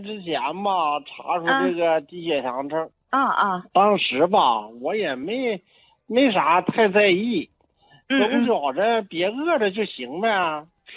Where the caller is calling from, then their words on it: Shenyang, Liaoning, China; 我家是沈阳的